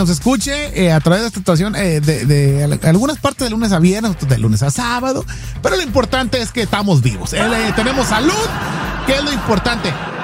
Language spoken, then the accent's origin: Spanish; Guasave, Sinaloa, Mexico; moved away; yo me acuerdo cuando estaba morro que. Uh-huh. Allá de donde soy yo, de Sinaloa, de Estación Capoma, Guasave, Sinaloa, México.